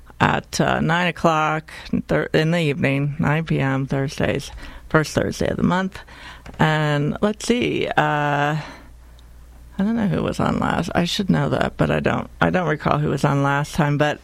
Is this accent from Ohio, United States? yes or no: yes; Ohio, United States; right across the river from where I grew up in Ohio.